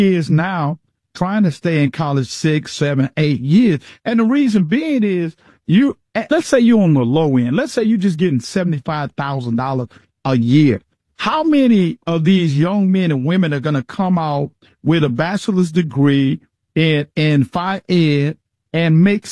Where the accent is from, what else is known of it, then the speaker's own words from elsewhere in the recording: the South, United States; moved away; I'm from the South, and I just left visiting my mother a couple months ago in South Carolina